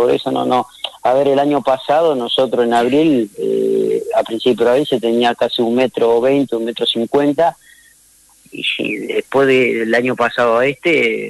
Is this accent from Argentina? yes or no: yes; Gualeguaychú, Entre Ríos, Argentina; moved away as an adult; now in Victoria, Argentina; Yo soy oriundo de Gualeguaychú, Entre Ríos.